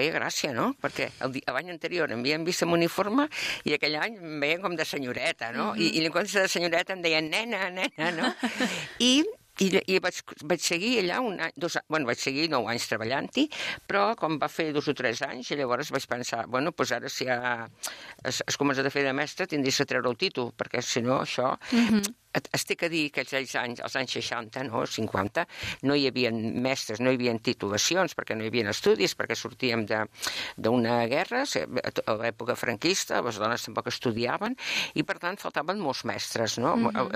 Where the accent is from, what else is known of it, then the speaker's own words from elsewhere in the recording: Mollet del Vallès, Catalonia, Spain; soc una persona que vaig néixer a Can Jornet de Gallecs l'any 1945, per tant, tinc 81 anys, i m'he passat la vida entre Gallecs, Mollet, i una miqueta, i també, doncs, no sé, he viatjat, he anat a treballar un any a Canàries